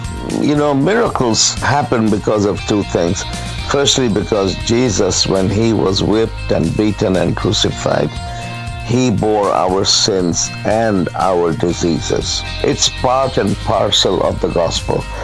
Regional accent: Pakistan; also born or lived in Bangladesh; I'm from a Jordanian family, a family of Jordanian origin, but I was born in Bangladesh, but I grew up most of my life in Pakistan.

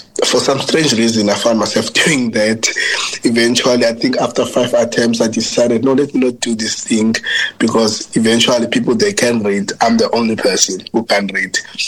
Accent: Ilitha Park, Eastern Cape, South Africa; I grew up in a township in South Africa, in a township called Ilita Park. That's where I grew up. I was raised by both my parents, my mother and father.

